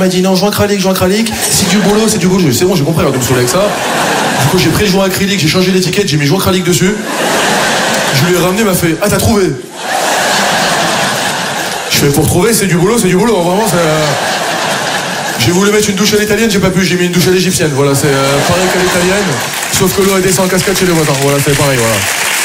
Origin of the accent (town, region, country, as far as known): France